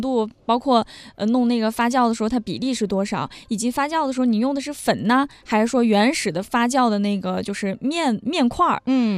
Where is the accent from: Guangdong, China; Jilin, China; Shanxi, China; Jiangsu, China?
Shanxi, China; 作为一个山西人